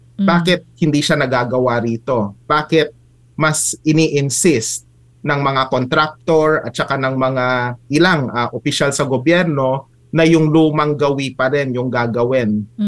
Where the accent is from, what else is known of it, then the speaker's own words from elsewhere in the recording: Bicol Region, Philippines; taga Bicol kasi kami merong isang highway